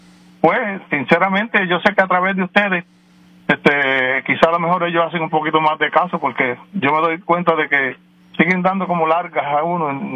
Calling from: Moca, Puerto Rico; Uh-huh. Yo vivo en Plata de Moca, en el sector Beltrán.

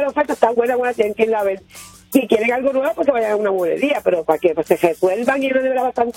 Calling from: Aguadilla, Puerto Rico; soy de Playuela, Aguadilla

